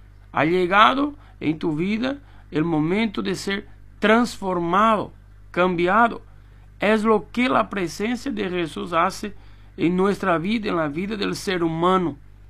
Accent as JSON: {"language": "Spanish", "country": "Brazil", "second_language": "Spanish", "moved": "as an adult", "lives_now": "Paraguay", "said": "Yo soy brasileño y yo, ¿dónde me voy?"}